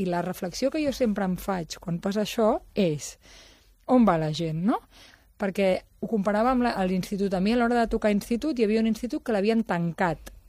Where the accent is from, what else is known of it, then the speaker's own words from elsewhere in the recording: Barcelona, Catalonia, Spain; Jo soc de Sant Martí